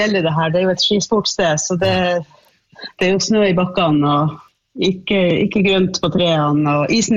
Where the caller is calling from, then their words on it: Northern Norway, Norway; Ja, men som nordlending så jeg faktisk mest glad I høsten og vinteren, faktisk.